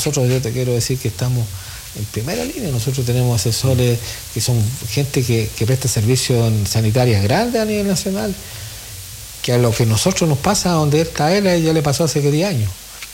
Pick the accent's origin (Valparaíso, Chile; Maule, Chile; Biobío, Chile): Valparaíso, Chile; Putaendo; Nacido y criado en Quebrada Herrera. Cuando don Jona vivía era de Putaendo.